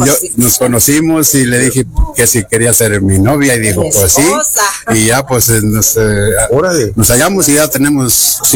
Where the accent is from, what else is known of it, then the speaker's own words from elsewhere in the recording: Santa Catarina, San Luis Potosí, Mexico; Yo soy del ejido de Calabaza, Santa Catarina, San Luis Potosí.